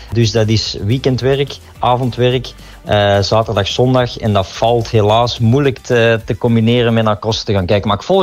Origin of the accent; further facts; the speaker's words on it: Kalmthout, Flanders, Belgium; ik ben van de streek, geboren in Kalmthout, maar ik woon al enige tijd in Essen centrum